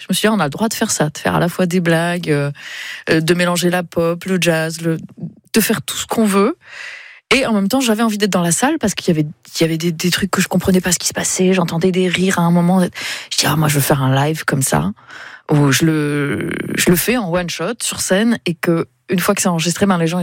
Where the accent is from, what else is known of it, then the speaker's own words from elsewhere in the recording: south of France, France; Attends, je suis du Sud.